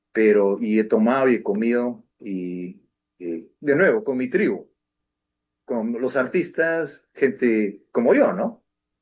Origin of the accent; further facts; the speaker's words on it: Peru; yo soy peruano.